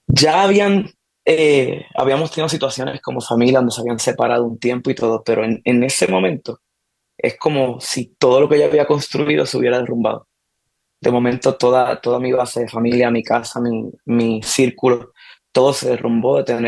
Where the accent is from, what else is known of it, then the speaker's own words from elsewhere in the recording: San Lorenzo, Puerto Rico; now in Orlando, United States; yo soy puertorriqueño, aunque vivo aquí en Orlando, Florida. Soy puertorriqueño y me crié allá en el pueblo de San Lorenzo, en Puerto Rico. Y me crié dentro de una familia cristiana. Me crié en la iglesia.